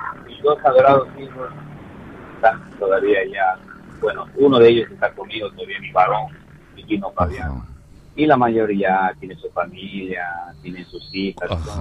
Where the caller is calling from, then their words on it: Tarapoto, San Martín, Peru; estoy aquí en Tarapoto, estoy ahí por el colegio Tarapoto, en la pista estoy.